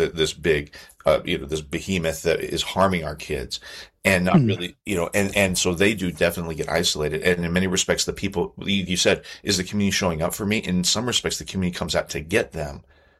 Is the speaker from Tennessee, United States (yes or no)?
no; McMinnville, Oregon, United States; like I'm originally from McMinnville, Oregon, and it very much has that same small town vibe to it.